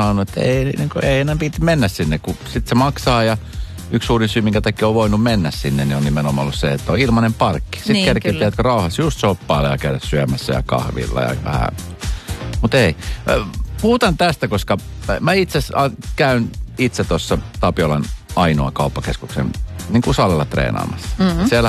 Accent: Espoo, Uusimaa, Finland; Olen espoolainen, niin sen tulee Länsiväylä.

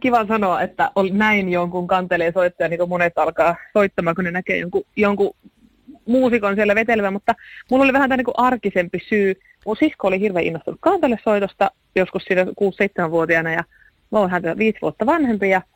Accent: Oulainen, North Ostrobothnia, Finland; mä oon Oulaisissa syntynyt ja kasvanut

